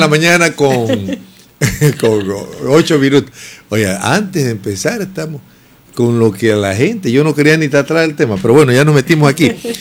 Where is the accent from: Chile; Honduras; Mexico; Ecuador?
Ecuador; Esmeraldas; mi abuela era muisneña. Yo de aquí, de Esmeralda. Siempre tengo un amor por mi tierra